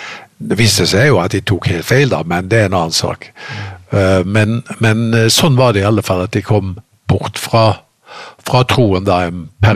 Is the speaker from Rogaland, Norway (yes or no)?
yes; Haugesund, Rogaland, Norway; Ja, jeg kommer jo da fra Haugesund opprinnelig, selv om dialekten litt avslept med årene, for jeg har bodd mange steder, så er det Haugesund som fødebyen.